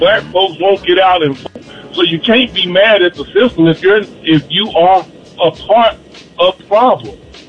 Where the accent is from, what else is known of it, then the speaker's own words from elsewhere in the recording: McKinney, Texas, United States; now in Douglasville, United States; I'm from McKinney, Texas, but I live in Douglasville, Georgia.